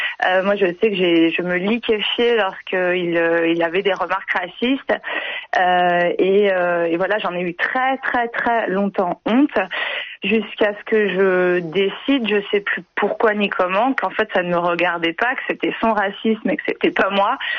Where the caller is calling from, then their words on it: Pays de la Loire, France; Bonjour, j'appelle de la Sarthe.